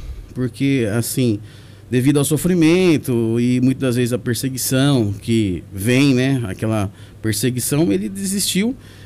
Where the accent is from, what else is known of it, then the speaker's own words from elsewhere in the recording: Monte Alto, São Paulo, Brazil; Eu nasci em Monte Alto, ali no sul, moro no bairro Jardim Santana.